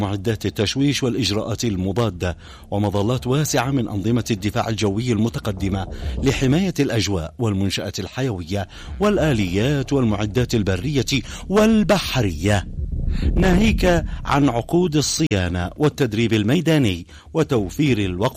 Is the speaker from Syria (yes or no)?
no; Yemen; اليوم الأول للعدوان على بلادنا اليمن